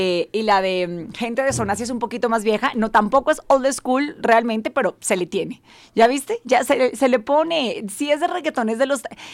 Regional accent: Colombia; born there; Nací en Colombia, del reggaetón. El reggaetón lo respiré desde niña

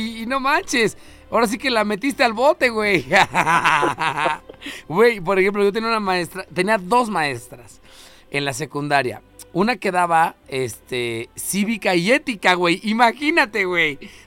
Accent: Mexico City, Mexico; moved away; Yo no soy de aquí, yo soy de Ciudad de México.

